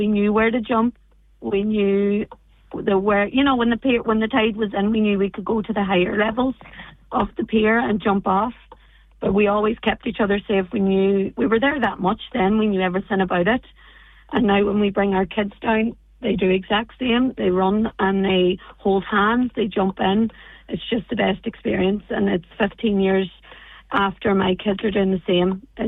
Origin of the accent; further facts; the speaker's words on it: Milford, County Donegal, Ireland; I'm in my 30s now, and I'm from Milford, and we went to Port Salon Pier nearly every evening when it was good